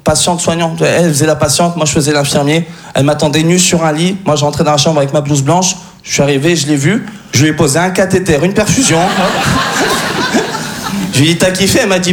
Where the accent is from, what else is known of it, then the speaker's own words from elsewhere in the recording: France; j'ai 28 ans, d'accord ? Je suis français d'origine tunisienne.